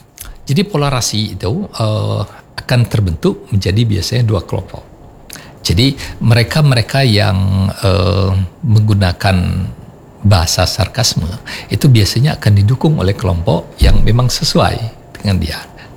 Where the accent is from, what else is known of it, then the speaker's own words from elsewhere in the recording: Indonesia; jadi sejarah kita sebagai orang Indonesia yang tutur katanya sopan apa-apa itu juga membentuk bagaimana sindiran-sindiran yang kita l